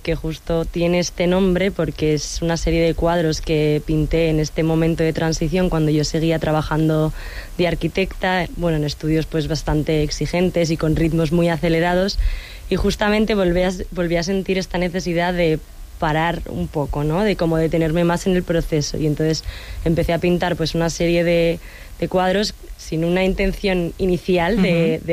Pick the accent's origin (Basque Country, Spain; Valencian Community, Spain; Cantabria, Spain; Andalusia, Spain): Cantabria, Spain; Santander; born there; moved away; also born or lived in Zaragoza; yo nací en Zaragoza, pero muy pequeña me vine a vivir a Santander y estuve aquí viviendo varios años, entonces digamos que siempre me he sentido un poco cántabra en una parte de mi corazón, así que siempre vuelvo aquí.